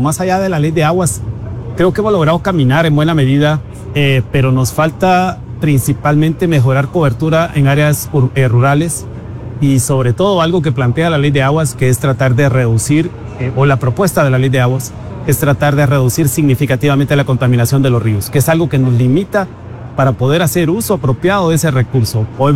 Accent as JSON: {"language": "Spanish", "town": "San Agustín Acasaguastlán", "region": "El Progreso", "country": "Guatemala", "said": "Personalmente soy de San Agustín a Casahuastlán"}